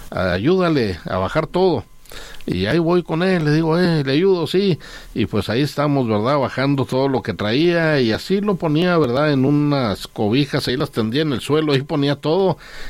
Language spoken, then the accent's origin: Spanish; Chihuahua, Mexico; No, le digo, yo vengo de Chihuahua.